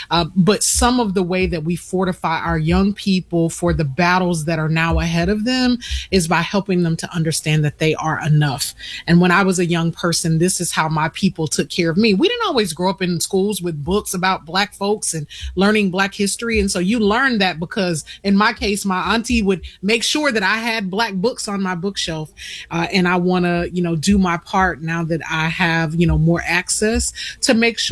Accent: Louisiana, United States; my life growing up as a small town Southern girl in Northern Louisiana

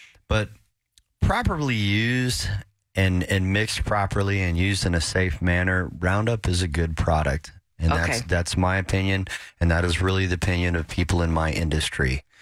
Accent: Houston, Texas, United States; growing up in Houston

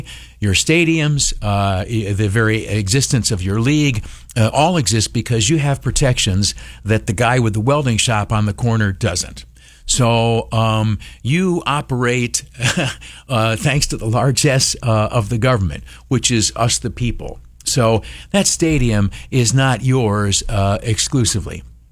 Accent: United States; Like I'm a friggin' American

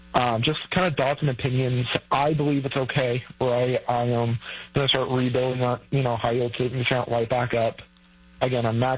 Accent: Arizona, United States; So I'm from Arizona, so it's a whole new ballpark for me, right?

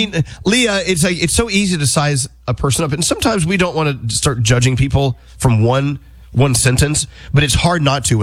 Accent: Brooklyn, New York, United States; We're from Brooklyn. We scream.

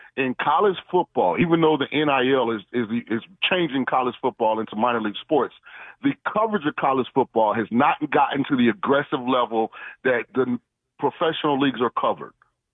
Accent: St. Petersburg, Florida, United States; I'm from St. Petersburg, Florida. I'm a diehard Rays fan.

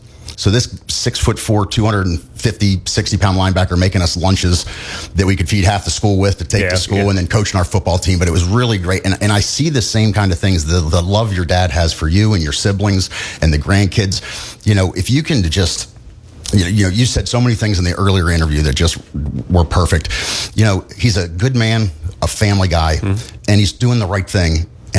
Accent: Wilmington, Delaware, United States; So just so you know, I'm from Wilmington, Delaware.

